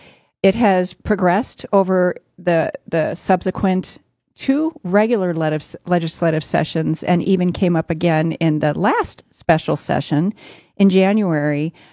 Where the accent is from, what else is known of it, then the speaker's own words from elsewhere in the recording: North Dakota, United States; representing so many voices across my home state of North Dakota.